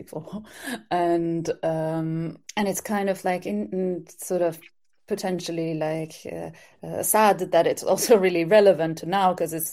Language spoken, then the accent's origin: English; Iran; moved away; growing up in Iran